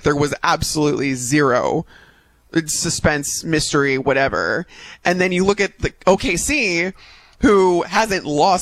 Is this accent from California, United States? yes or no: no; Chicago, Illinois, United States; I'm from Chicago. I live in Chicago. I'm doing the show from Chicago.